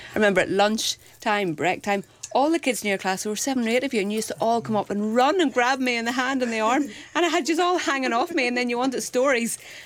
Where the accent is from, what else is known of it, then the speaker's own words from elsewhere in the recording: Armagh, Northern Ireland, United Kingdom; I'm from Armagh